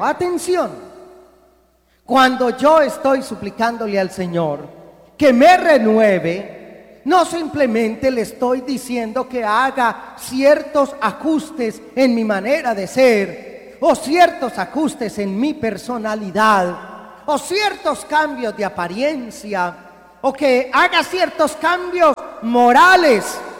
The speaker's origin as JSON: {"language": "Spanish", "country": "Colombia", "said": "En Colombia decimos latonería y pintura"}